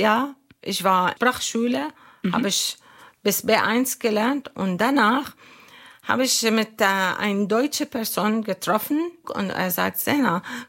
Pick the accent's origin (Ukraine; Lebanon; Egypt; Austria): Lebanon; German is a second language; moved away as an adult; now in Chemnitz, Germany; Ich komme aus dem Libanon.